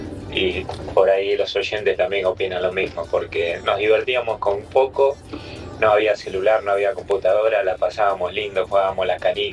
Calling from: Bernal, Buenos Aires Province, Argentina; yo tengo 63 años … de Bernal

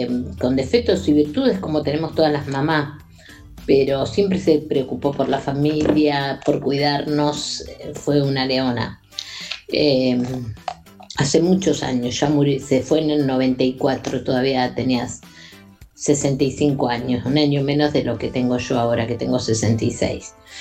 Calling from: Gregorio de Laferrere, Buenos Aires Province, Argentina; de la Ferrere

